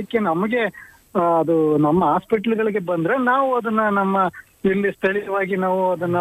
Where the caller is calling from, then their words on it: Mandya district, Karnataka, India; ನಮ್ಮ ಮಂಡ್ಯ ವ್ಯಾಪ್ತಿಗೆ